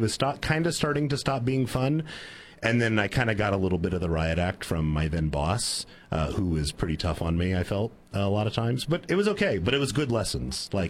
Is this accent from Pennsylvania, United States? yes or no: no; Fresno, California, United States; moved away as an adult; now in Central Coast, California, United States; I grew up in Fresno.